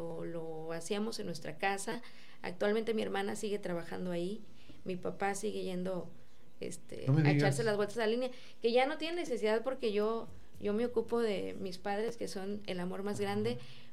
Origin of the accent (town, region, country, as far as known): Tijuana, Baja California, Mexico